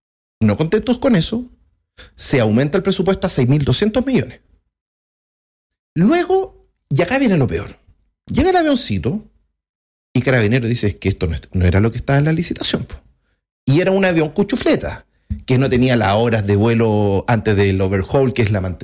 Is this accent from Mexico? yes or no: no; Antofagasta, Chile; Yo soy de Antofagasta.